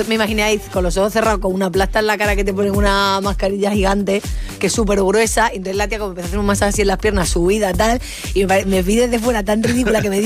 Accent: Alange, Badajoz, Extremadura, Spain; yo voy tirando para mi tierra, el balneario de Alange.

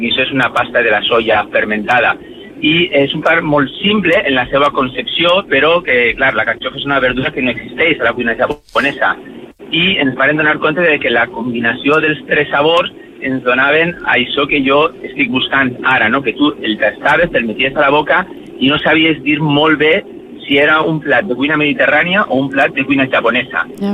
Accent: Valencia, Valencian Community, Spain; Jo soc de València, que és aquí

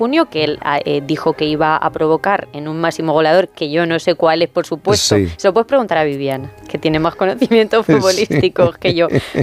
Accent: Castilla-La Mancha, Spain

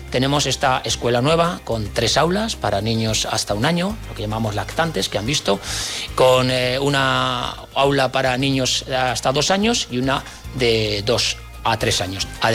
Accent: La Rioja, Spain; junto con el resto de los riojanos

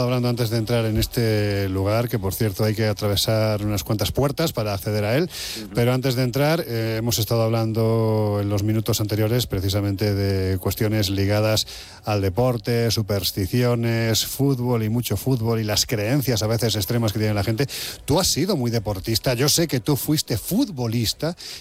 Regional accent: Andalusia, Spain; yo como soy exagerado, soy andaluz

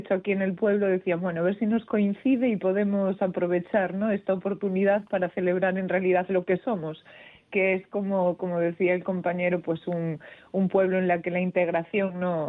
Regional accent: Burela, Galicia, Spain; aunque para nosotros somos todos de Burela.

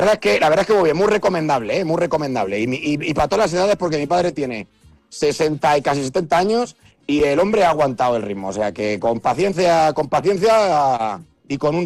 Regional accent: Community of Madrid, Spain; hoy yo soy un madrileño que me he venido al pueblo

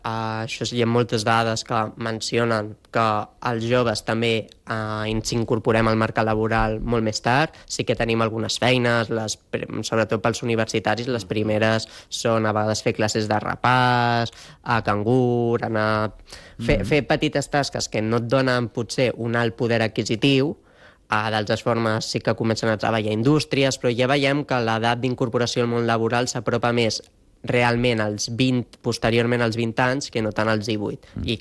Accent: Catalonia, Spain; aquí els que som de Barcelona o al voltants

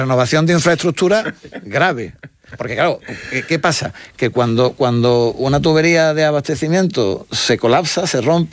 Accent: Spain; Bueno, no sé, a lo mejor en mi tierra aquí o quizás no, pero sí deberíamos conocer el valor del agua, porque lo que sí hacemos bien los españoles es, cuando nos dan una nota de que hay que ahorrar agua y tal, hacerlo.

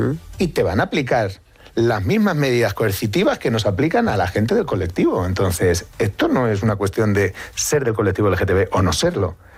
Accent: Getafe, Community of Madrid, Spain; Yo y vivo en Getafe, en la casa en la que nací, con lo cual yo soy reivindico Getafe por un montón de razones.

